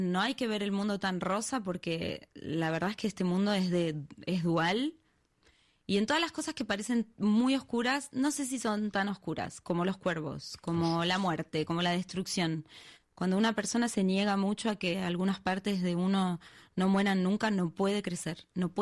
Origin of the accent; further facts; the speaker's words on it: Argentina; moved away as an adult; now in France; desde que me fui de Argentina, que soñaba con que me pase eso, con poder cantar en mi país para mi pueblo. Y me pasó después de un largo camino, porque 21 años, casi 22 años hace que me fui.